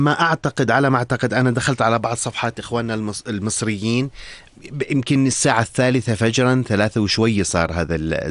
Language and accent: Arabic; Jordan; طبعا ما كانت هاي القوة عندنا بالأردن